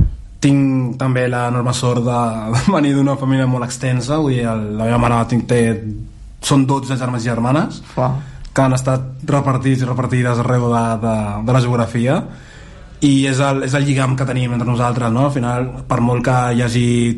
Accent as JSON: {"language": "Catalan", "town": "Barcelona", "region": "Catalonia", "country": "Spain", "tie": "born or raised there", "said": "sobretot al meu barri, on vaig créixer, que és Nou Barri, Ciutat Meridiana, Torre Baró, que també hi ha un col·lectiu molt gran d'origen africà"}